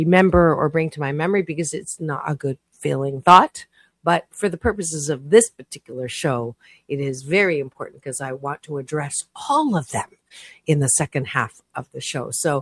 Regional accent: Canada; born there; I was born in Canada

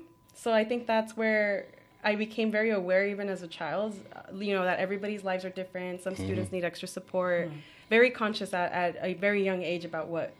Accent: San Bernardino, California, United States; also born or lived in Bakersfield; I was born in Bakersfield, but moved out here to San Bernardino when I was around 5 years old.

